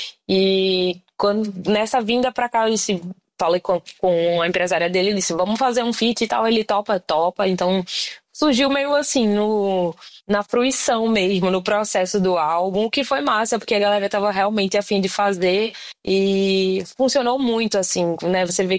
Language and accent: Portuguese; Northeast Region, Brazil; eu sou preta, sou nordestina, eu sou mã